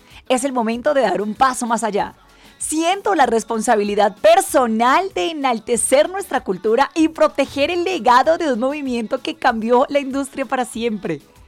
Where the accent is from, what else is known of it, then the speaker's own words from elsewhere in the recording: Colombia; now in Puebla, Mexico; soy colombiana